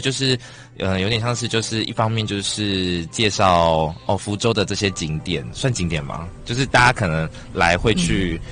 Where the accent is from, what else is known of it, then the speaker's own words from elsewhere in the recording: Penghu County, Taiwan; moved away; 因为我本身是澎湖人嘛，